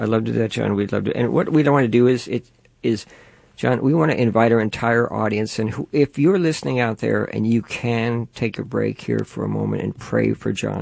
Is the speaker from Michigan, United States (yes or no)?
no; Levittown, New York, United States; born there; moved away; I lived in Levittown as a kid